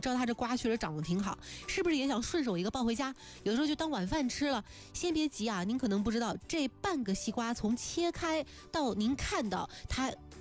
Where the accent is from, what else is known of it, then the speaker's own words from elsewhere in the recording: Anqing, Anhui, China; 在我小时候我在安庆嘛